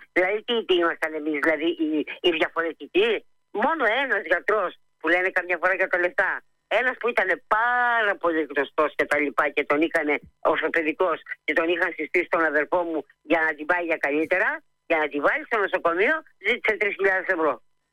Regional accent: Chalcis, Central Greece, Greece; Γιατί είμαι από τη Χαλκίδα και δεν τη γυρίζω πίσω.

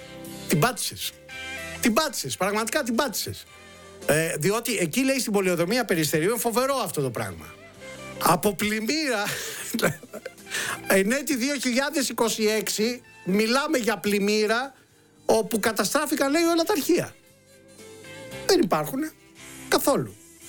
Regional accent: Peloponnese, Greece; moved away; στη Νεάπολη έχω χρόνια να κατέβω, και θέλω να το κάνω. Το τελευταίο μου ταξίδι που ήταν κάτω στην ιδιαίτερη πατρίδα μου, που ήταν, πότε ήταν, προς τα τέλη του 25, αρχές 26

